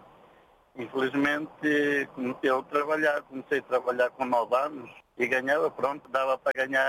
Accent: Mozambique; born there; moved away; also born or lived in Montepuez, Cabo Delgado / Maputo; Sou moçambicano.

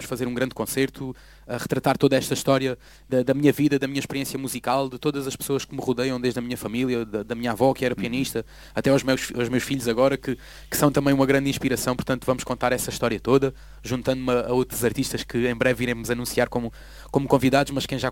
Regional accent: Alentejo, Portugal; born there; acabar no meu Alentejo, como sempre

